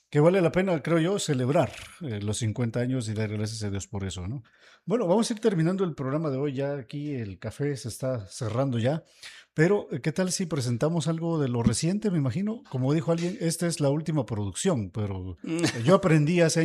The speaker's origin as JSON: {"language": "Spanish", "region": "Quetzaltenango", "country": "Guatemala", "tie": "born or raised there", "also_born_or_lived": "San Marcos / Chimaltenango", "moved": "yes", "lives_now": "Guatemala City, Guatemala", "said": "nací en San Marcos, crecí en Xela"}